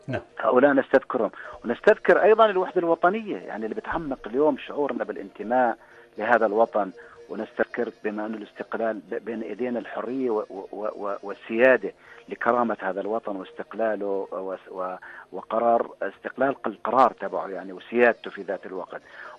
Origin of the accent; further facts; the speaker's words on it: Jordan; اللي إحنا كأردنيين نفخر في العيد 80 لعيد الاستقلال المملكة الأردنية الهاشمية